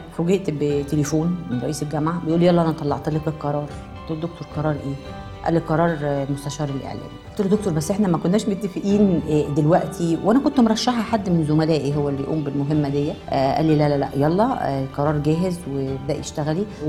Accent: Minya, Minya Governorate, Egypt; moved away; لأن أنا جاية من المنيا يعني مش من القاهرة،

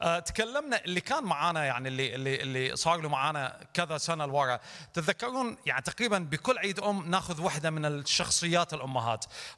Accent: Iraq; احنا عندنا بالعراق

